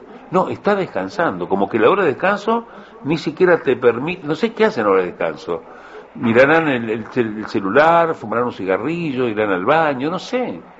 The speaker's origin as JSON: {"language": "Spanish", "country": "Uruguay", "said": "Por ser como somos los uruguayos"}